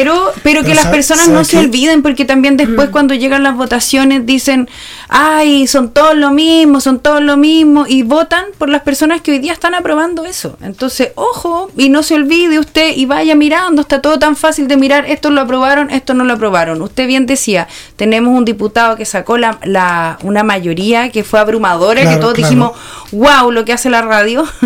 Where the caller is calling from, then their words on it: Chile; yo también soy chilena y sabe que yo no me levanto nada, es cierto. Y mi abuelita también era chilena y mi papá también era chileno